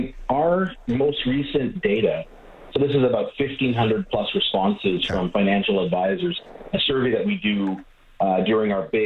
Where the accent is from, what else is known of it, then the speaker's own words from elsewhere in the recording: Edmonton, Alberta, Canada; I'm actually originally from Edmonton